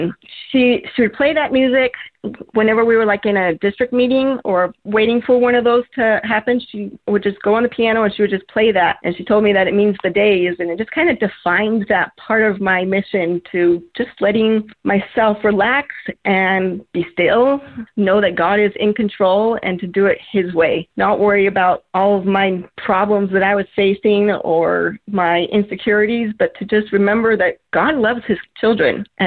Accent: West Valley City, Utah, United States; I'm from West Valley City, Utah.

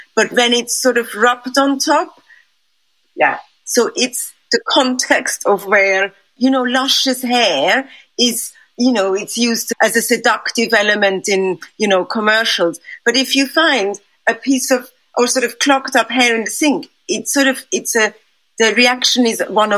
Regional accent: Switzerland; moved away as an adult; now in London, United Kingdom; I grew up in Switzerland, but I've lived in London for the last almost 3 decades

